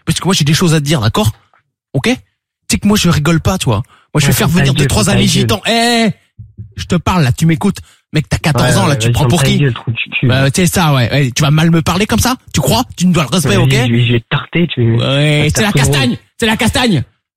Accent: Brittany, France; Tu sais d'où je viens, moi? Je viens de la Bretagne. Et j'ai une fourche et je vais du fumier, moi.

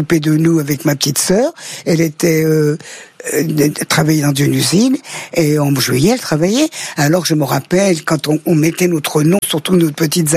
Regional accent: Auvergne-Rhône-Alpes, France; moved away

